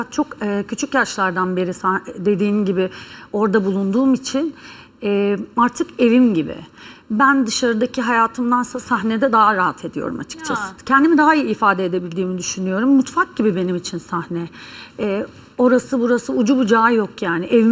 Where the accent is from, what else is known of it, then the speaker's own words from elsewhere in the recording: İzmir, Turkey; Hele ki memleketim İzmir zaten benim.